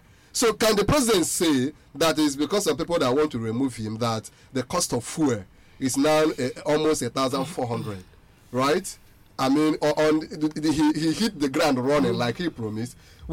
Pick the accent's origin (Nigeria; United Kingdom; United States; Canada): Nigeria; as a Nigerian